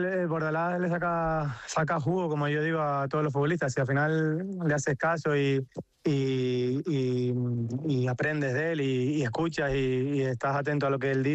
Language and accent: Spanish; Canary Islands, Spain; era la primera vez que salí de Tenerife y al final, pues, quieras o no, cuando sales de Tenerife, pues te ayuda a madurar como persona y como futbolista